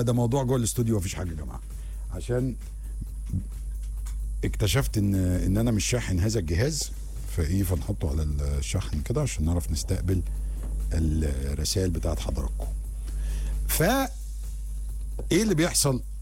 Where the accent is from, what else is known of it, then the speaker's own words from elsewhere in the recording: Egypt; بس انا كمصري بتفرج على فريق مخلي العالم.